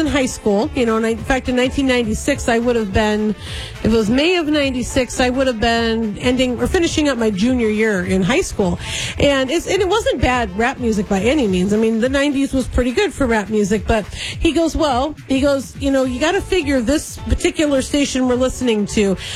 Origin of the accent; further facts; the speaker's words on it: Cherokee, Iowa, United States; I grew up in Northwest Iowa.